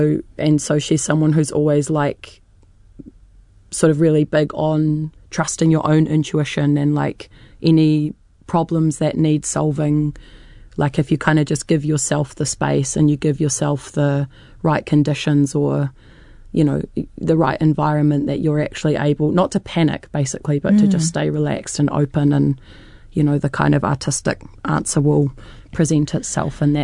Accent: Wellington, New Zealand; now in Auckland, New Zealand; I was born and raised in Pōneke in Wellington, but have been living in Auckland on and off for the past 10 years.

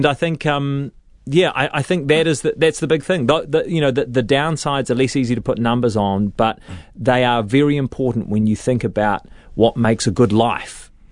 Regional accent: Australia; But I'm an Australian.

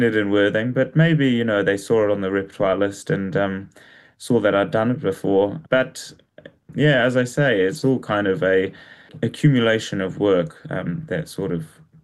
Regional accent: Wellington, New Zealand; also born or lived in England; I grew up in Wellington.

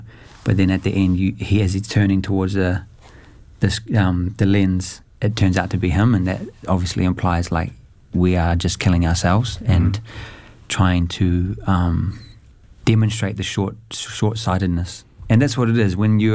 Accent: Papua New Guinea; my home country, Papua New Guinea, it battles with corruption at quite a, at all levels

